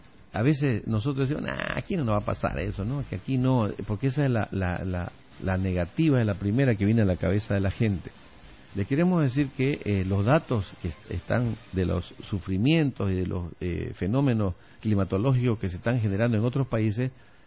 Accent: Santa Cruz, Bolivia; somos dejados los cambas.

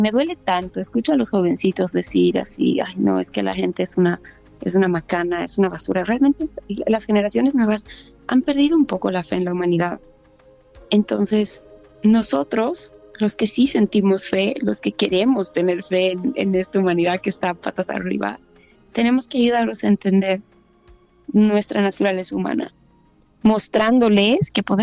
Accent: Bolivia; no somos solo los bolivianos

